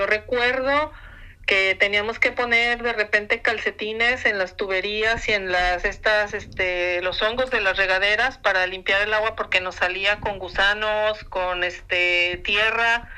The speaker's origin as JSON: {"language": "Spanish", "town": "Guadalajara", "region": "Jalisco", "country": "Mexico", "tie": "born or raised there", "moved": "yes", "said": "nacida y crecida, criada en Guadalajara por unos años."}